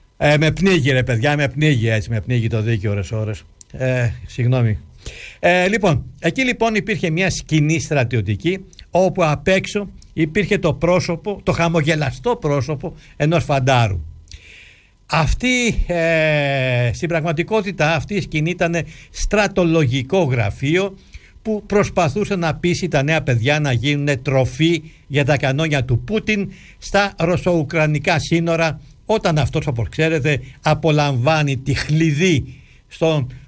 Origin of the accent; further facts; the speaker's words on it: Aspra Spitia, Central Greece, Greece; Ένα ταξίδι που είχε αφετηρία την πόλη μου, τα άσπρα σπίτια, εδώ ξέρετε, λίγο έξω από τη Λιβαδιά.